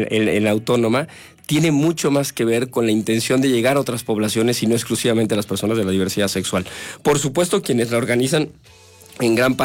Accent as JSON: {"language": "Spanish", "region": "San Luis Potosí", "country": "Mexico", "said": "yo soy de San Luis."}